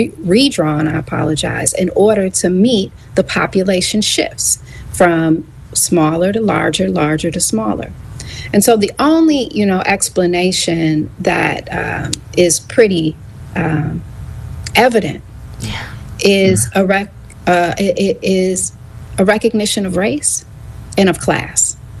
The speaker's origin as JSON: {"language": "English", "town": "Jackson", "region": "Mississippi", "country": "United States", "said": "You know, I'm a Mississippian. I'm from Mississippi. I live in Mississippi. Jackson is my home."}